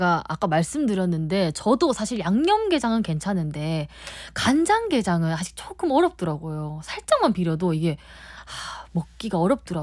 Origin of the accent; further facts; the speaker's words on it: Miryang, South Gyeongsang, South Korea; 저는 경상남도 밀양